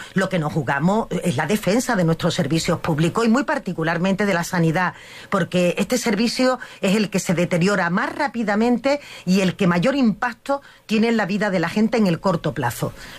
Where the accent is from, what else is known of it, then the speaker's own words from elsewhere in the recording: Andalusia, Spain; Porque la visión del sur que traemos las personas que somos de Andalucía